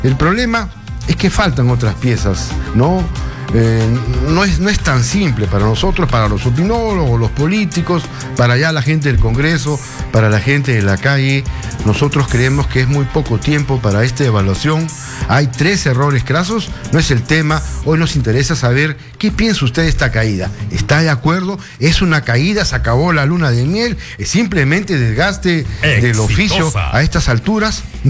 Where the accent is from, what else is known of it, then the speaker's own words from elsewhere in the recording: Peru; porque así somos los peruanos, pues.